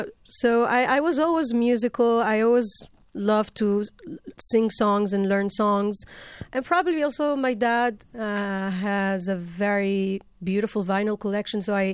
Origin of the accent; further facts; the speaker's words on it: Tunisia; growing up in Tunisia, you feel that you really need to shake things up. And also as a woman, as a young woman, I felt like there were so many things wrong with us, with the Arab world.